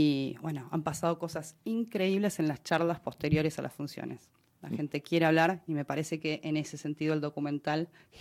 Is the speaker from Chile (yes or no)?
no; Argentina; Y si bien Argentina siempre tuvo altos y bajos económicamente, yo desde mi lugar como cineasta